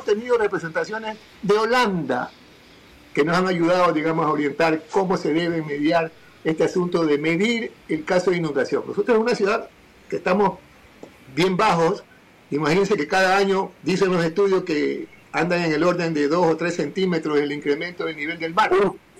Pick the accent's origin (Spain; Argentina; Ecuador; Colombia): Ecuador; Guayaquil, Guayas; como ciudadano, como guayaquileño